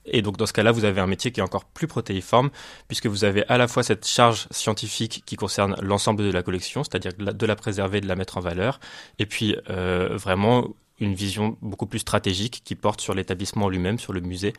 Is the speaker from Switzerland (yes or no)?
no; Paris, Île-de-France, France; moved away as an adult; now in Châteauroux, France; J'ai grandi à Paris